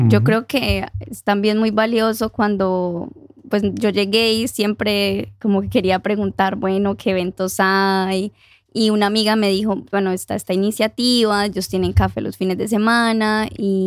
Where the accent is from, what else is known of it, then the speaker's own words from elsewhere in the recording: Eje Cafetero, Colombia; now in Norway; Tenemos una finca en Colombia. Yo soy del Eje Cafetero, no sé si lo conocen, como esta región llena de montañas, Salento. Y nuestro proyecto es traer nuestra finca aquí a Noruega.